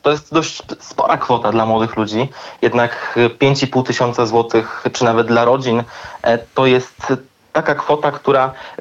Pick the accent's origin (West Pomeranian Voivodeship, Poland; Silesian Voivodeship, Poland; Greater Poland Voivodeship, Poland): West Pomeranian Voivodeship, Poland; Kołobrzeg County; Sam pochodzę z powiatu kołobrzeskiego.